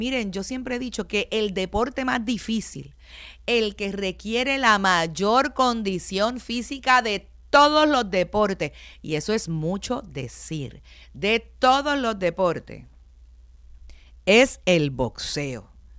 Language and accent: Spanish; San Juan, Puerto Rico; Yo me crié muy, muy cerca de la barriada Las Monjas. Yo me crié en Floral Park, también en Atorrey, cerquita de Las Monjas.